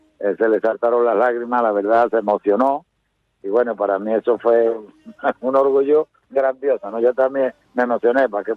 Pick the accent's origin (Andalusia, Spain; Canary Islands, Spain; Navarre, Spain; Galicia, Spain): Andalusia, Spain; Jerez de la Frontera; born or raised there